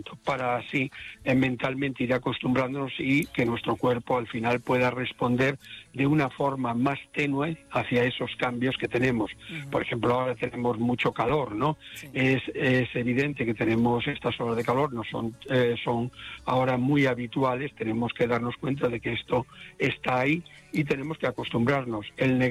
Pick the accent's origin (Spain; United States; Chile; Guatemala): Spain; Galicia; Como buen gallego voy allí.